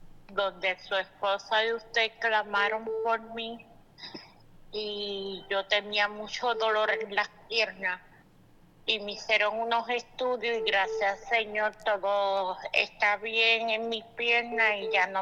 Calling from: Vega Baja, Puerto Rico; Yo estoy llamando … de Vega Baja.

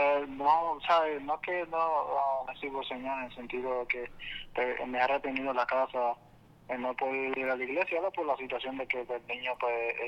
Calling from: Wisconsin, United States; hablo desde Wisconsin.

